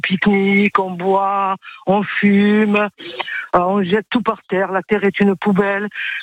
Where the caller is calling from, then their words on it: Marseille, Provence-Alpes-Côte d'Azur, France; Je suis Marseillaise, je suis fière de l'être.